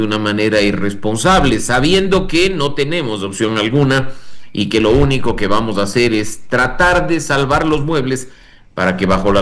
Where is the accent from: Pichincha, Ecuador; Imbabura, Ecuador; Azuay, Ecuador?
Pichincha, Ecuador; Quito; a nosotros como quiteños